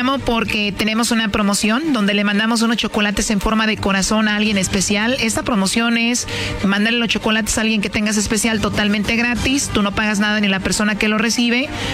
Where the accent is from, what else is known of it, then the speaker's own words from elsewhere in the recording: Michoacán, Mexico; yo soy michoacano, que monto puros toros, pura lumbre.